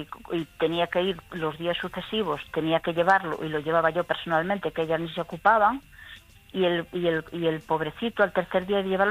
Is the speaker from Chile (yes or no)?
no; O Grove, Galicia, Spain